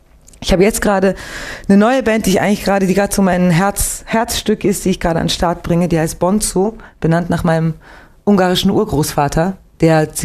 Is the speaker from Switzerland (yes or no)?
yes; Winterthur, Zurich, Switzerland; accent: Swiss German; Ich bin geboren in Winterthur, das ist im Kanton Zürich, so 20 Minuten von Zürich entfernt, geboren und aufgewachsen.